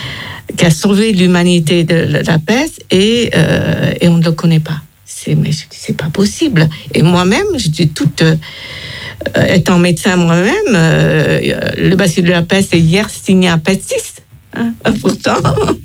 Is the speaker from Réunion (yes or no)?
no; Da Lat, Lâm Đồng, Vietnam; now in France; je suis allée à Dalat pour revoir ma ville natale et surtout le lycée où j'ai fait mes études.